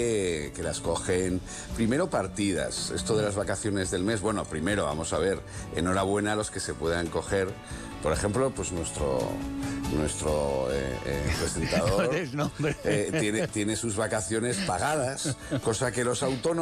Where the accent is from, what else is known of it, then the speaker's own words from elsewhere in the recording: Huesca, Aragon, Spain; en mi tierra, en Huesca